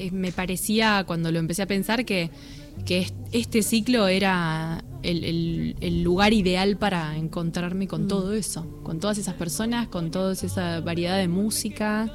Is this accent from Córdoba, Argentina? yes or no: yes; Córdoba, Argentina; yo cuando era chica, que vivía en Córdoba, yo viví los primeros años de mi vida en Córdoba, jugaba a cantársela a mi mamá.